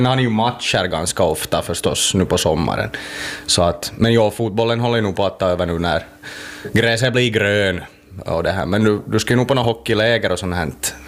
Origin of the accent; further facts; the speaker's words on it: Kronoby, Central Ostrobothnia, Finland; när jag växte upp i Krumbi